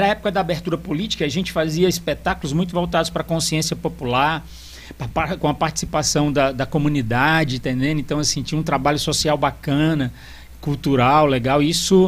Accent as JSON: {"language": "Portuguese", "town": "Pacajus", "region": "Ceará", "country": "Brazil", "tie": "born there", "said": "Nasci em Pacajus."}